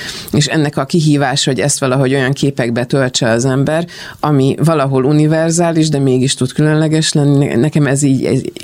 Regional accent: Vojvodina, Serbia; born or raised there

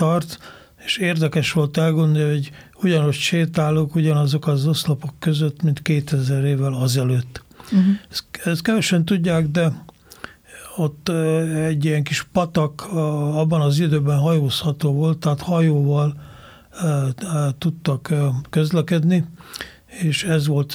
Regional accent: Székesfehérvár, Fejér, Hungary; Én meg székesfehérvári vagyok, tehát majdnem gyerekkori az ismertség, középiskolás.

